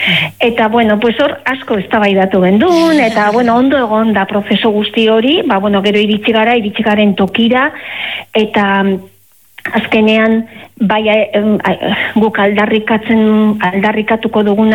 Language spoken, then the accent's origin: Basque; Basque Country, Spain; Ba, bizkaitarra naiz eta nire herrian dauzoan hori egun handia zan, gau handia zan, ez?